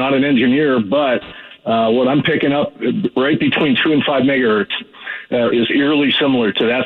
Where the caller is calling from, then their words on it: Wildwood, Georgia, United States; in Wildwood, Georgia, longtime listener, first-time caller.